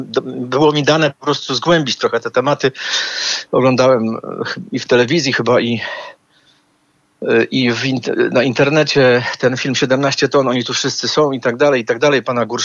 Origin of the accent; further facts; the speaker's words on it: Warsaw, Masovian Voivodeship, Poland; No, jestem z Bemowo-Wola.